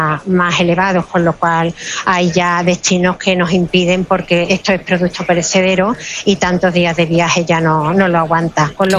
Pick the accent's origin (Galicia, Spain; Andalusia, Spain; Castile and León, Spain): Andalusia, Spain; reto es mostrarle al mundo los productos tan buenos y excelentes que tenemos en Andalucía, en España.